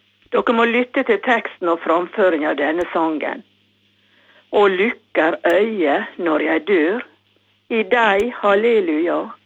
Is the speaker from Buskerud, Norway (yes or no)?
no; Løfsøya, Møre og Romsdal, Norway; now in Vigra, Norway; og jeg bor på Roal på Vigra. Jeg kommer egentlig fra Løfsøya, og den fine øya, den ser jeg rett fra kjøkkenvinduet mitt.